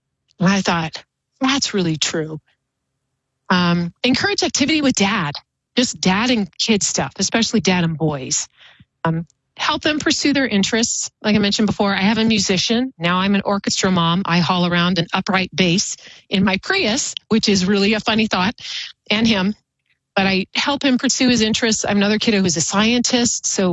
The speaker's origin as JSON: {"language": "English", "region": "Oregon", "country": "United States", "tie": "born or raised there", "moved": "yes", "lives_now": "Boise, Idaho, United States"}